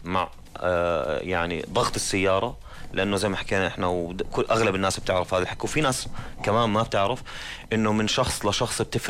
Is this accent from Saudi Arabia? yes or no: no; Jordan